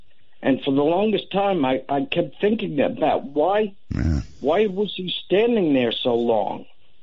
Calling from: Norman, Oklahoma, United States; I'm from Norman, Oklahoma, which is about 30 miles south of Oklahoma City.

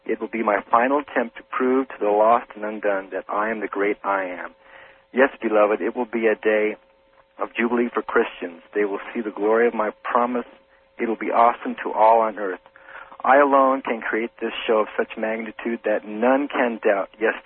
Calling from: Phoenix, Arizona, United States; Phoenix, Arizona.

